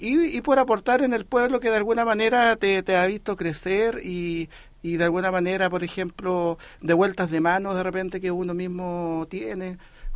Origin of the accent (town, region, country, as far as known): Yungay, Ñuble, Chile; born or raised there